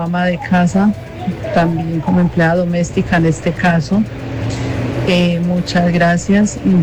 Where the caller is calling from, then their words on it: Armenia, Quindío, Colombia; Soy de aquí, de Armenia